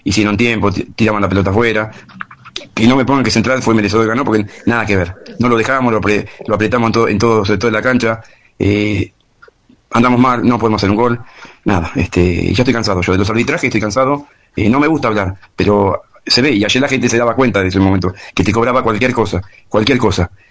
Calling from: San Fernando, Buenos Aires Province, Argentina; de San Fernando, que tengan buena semana.

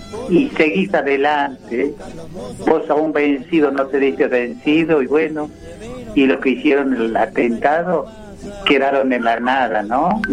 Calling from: Lomas de Zamora, Buenos Aires Province, Argentina; de Loma de Zamora.

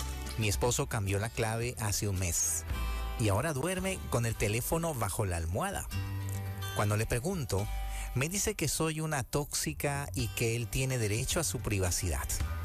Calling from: Asunción, Paraguay; soy Asunción o soy de Asunción, Paraguay.

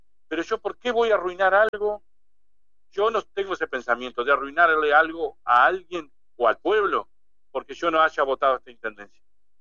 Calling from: Diamante, Entre Ríos, Argentina; es porque somos de Diamante.

